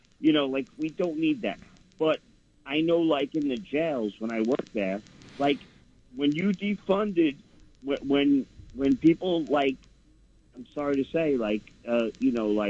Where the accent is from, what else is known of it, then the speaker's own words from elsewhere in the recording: Ireland; You know, I'm an Irishman, you know.